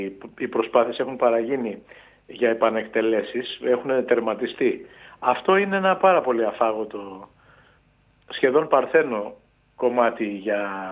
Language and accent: Greek; Kefalonia, Ionian Islands, Greece; εγώ που είμαι Κεφαλονίτης, αλλά που δεν αισθάνομαι μόνο Κεφαλονίτης, αισθάνομαι βαθύτατα Έλληνας